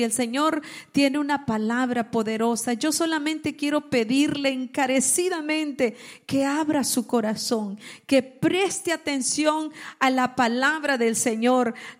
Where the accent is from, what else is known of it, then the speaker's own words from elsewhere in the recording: El Salvador; yo soy del campo, nací en la República de El Salvador y nací en el campo.